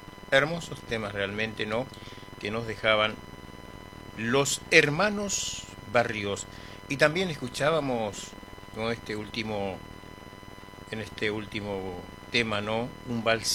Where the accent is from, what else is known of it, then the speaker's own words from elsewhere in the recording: Buenos Aires, Argentina; also born or lived in Chaco; a pesar de que yo me crié en la ciudad, en Buenos Aires, pero mis raíces son del litoral, ¿no?, y tengo mi corazón partido, le dije, ¿no? Claro, mis padres correntinos y yo soy chaqueño